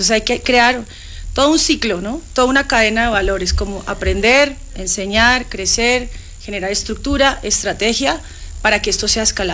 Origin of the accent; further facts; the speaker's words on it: Colombia; now in Chile; yo soy colombiana pero vivo en Chile hace muchos años, en Chile y en Latinoamérica hace 11 años